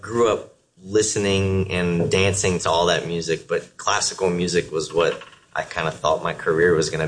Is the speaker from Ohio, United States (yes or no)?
no; Lafayette, Louisiana, United States; Yeah, I'm born and raised in Lafayette, Louisiana.